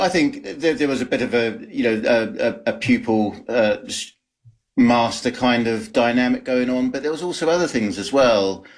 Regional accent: New Zealand; now in United Kingdom; I'm in the UK. The producer, Matthew Metcalf, GFC Films, they're in New Zealand. I'm a Kiwi.

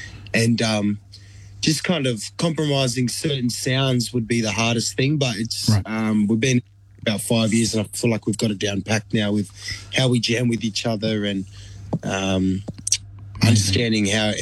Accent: Perth, Western Australia, Australia; We're born and bred in Perth, but our roots lie in Aotearoa

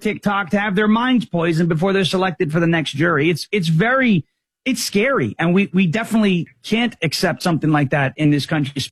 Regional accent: New York, United States; I'm a Jets fan, so it's like every time I turned on WFAM and I was growing up on Long Island

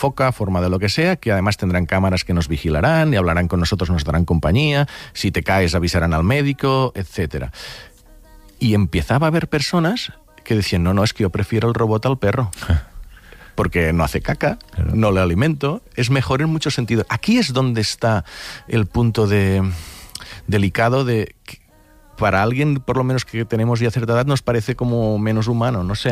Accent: Catalonia, Spain; Pues algunas cosas, mira que soy del Delta del Ebre, allí mosquitos, sí, cuando dejan de fumigar...

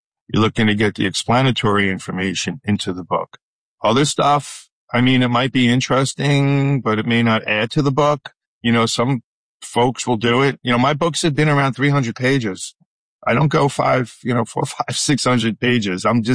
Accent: New York, United States; You know, I started out, I'm from New York. I started out at a radio station in New York, WNW, had a really great newsroom.

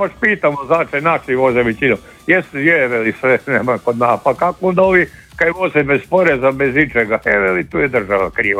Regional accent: Karlovac, Karlovac County, Croatia; Ja inače zovem pokraj Karlovca, iz Karlovca sam

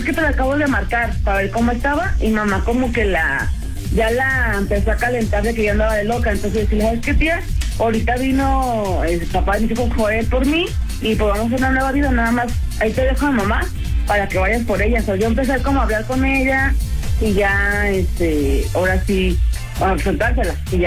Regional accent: Guadalajara, Jalisco, Mexico; De aquí de Guadalajara, pero pues me escucho chilanga, tengo sangre de chilanga.

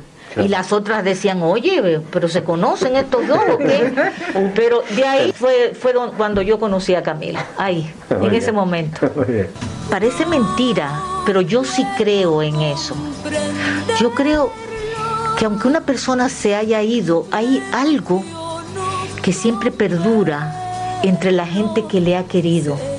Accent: Dominican Republic; moved away as an adult; now in Spain; desde que yo vivía en República Dominicana, de donde soy oriunda y donde nací. Antes de haber venido a España a estudiar

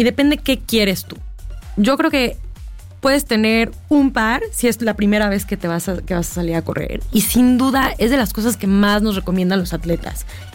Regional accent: Mexico City, Mexico; pensándolo como chilanga

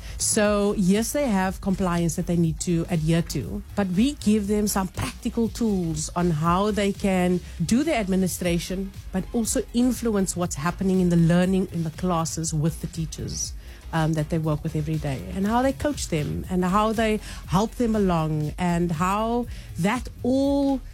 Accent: Athlone, Western Cape, South Africa; I grew up in Athlone, Garlandale. My father died when I was six. And my mom and I and my brother were forced to move in with my grandparents and my grandmother into a one bedroom in Athlone. So that's where I grew up.

